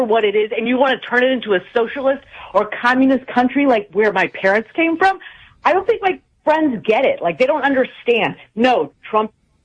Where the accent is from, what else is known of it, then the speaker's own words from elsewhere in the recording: Michigan, United States; born there; also born or lived in Florida; No, I was born in Michigan and then established down in Florida, but I'm first generation born here in America.